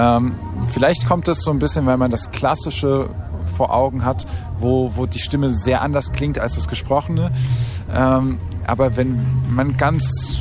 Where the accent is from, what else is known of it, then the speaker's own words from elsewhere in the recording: Ladenburg, Baden-Württemberg, Germany; moved away as an adult; also born or lived in Viernheim, Hesse; now in Offenbach, Germany; ich bin schon seit 2010 im Rhein-Main-Gebiet, aber komme ursprünglich aus der Mannheimer Ecke. Ich bin in Ladenburg und Firnheim aufgewachsen und bin ein guter alter Kurpelser. Ajo, wäscht wie Schmähen.